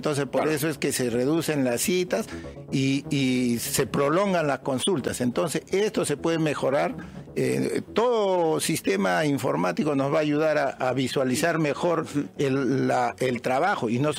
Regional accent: Arequipa, Peru; Yo soy arequipeño, por ejemplo, en Camaná tenemos el hospital de salud de Camaná

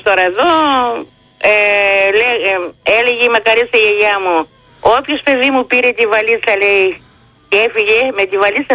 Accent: Greece; also born or lived in Munich, Germany; Και εδώ στην πατρίδα μου που έχω τόσα, έχω πολλά χρόνια που γύρισα εδώ, δεν είναι όπως η Γερμανία. Να στείλω και μια καλησπέρα στη δεύτερη πατρίδα στο Μόναχο.

